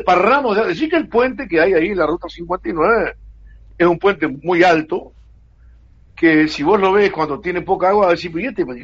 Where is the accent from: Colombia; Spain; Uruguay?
Uruguay; nosotros los uruguayos somos criticones, y ojo, que no tenemos medidas, porque, y me incluyo, yo soy uruguayo como todos